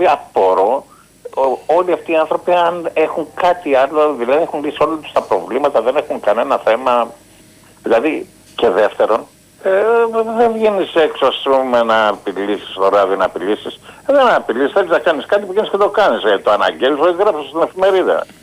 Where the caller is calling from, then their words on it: Keratsini, Attica, Greece; είμαι από το Κερατσίνη.